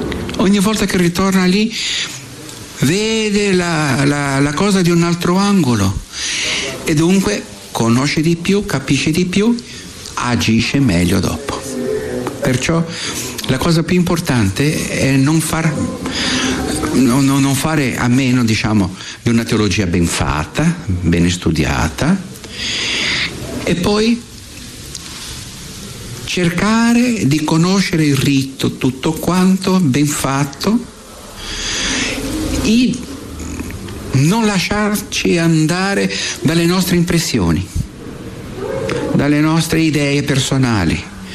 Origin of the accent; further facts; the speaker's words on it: Brazil; Io vengo dal Brasile e ne abbiamo giù.